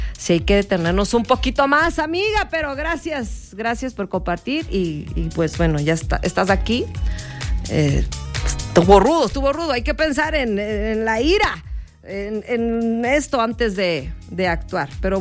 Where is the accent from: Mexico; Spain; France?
Mexico; Comarca Lagunera; yo me quedé sola en Monterrey. Soy de La Laguna, afuera del antro